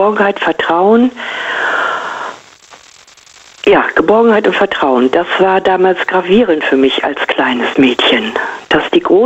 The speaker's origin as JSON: {"language": "German", "country": "Germany", "tie": "born or raised there", "said": "Na gut, ich bin auf dem Land groß geworden und die Weser war halt im Sommer unser absoluter Treffpunkt, da haben sich alle getroffen."}